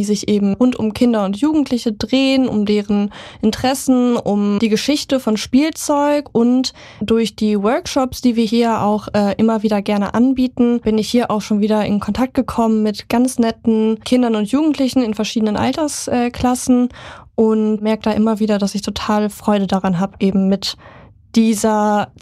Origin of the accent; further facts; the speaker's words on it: Münster, North Rhine-Westphalia, Germany; also born or lived in Würzburg; Ich bin hier in Münster geboren und aufgewachsen.